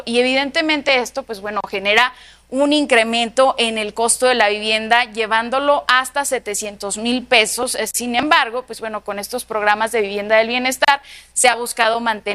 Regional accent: Mexico; nosotros como mexicanos

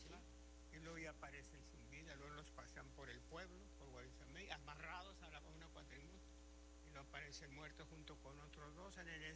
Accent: Tayoltita, Durango, Mexico; Allá en Guarizamey, allá cerca de Tayampita, de mi tierra. Municipio de San Dimas

